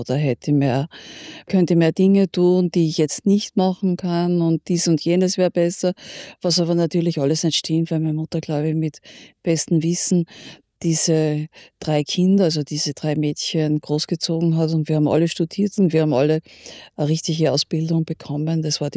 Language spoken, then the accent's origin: German; Linz, Upper Austria, Austria; moved away as an adult; now in Vienna, Austria; Also ich bin in Linz geboren, in Linz aufgewachsen, in Linz zur Schule gegangen